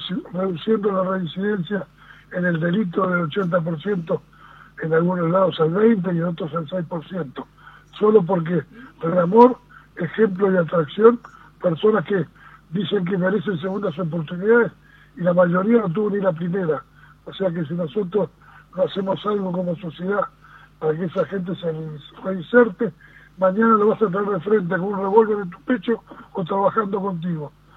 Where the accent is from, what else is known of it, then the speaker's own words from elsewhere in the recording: Uruguay; primero como uruguayo, con todos mis compatriotas que vivimos en este país maravilloso.